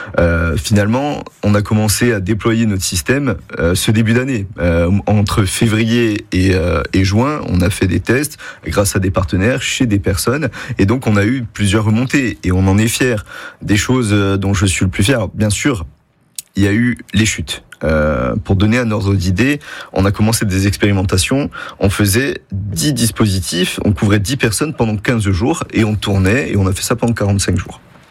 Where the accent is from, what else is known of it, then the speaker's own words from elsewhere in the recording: Ajaccio, Corsica, France; j'ai dit je rentre chez moi, à Ajaccio, pour un projet familial, bien sûr, avec ma femme